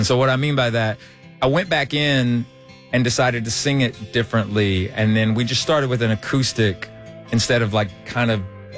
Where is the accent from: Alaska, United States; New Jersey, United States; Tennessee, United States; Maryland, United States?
Tennessee, United States; Knoxville; You know, I grew up in Knoxville, Tennessee.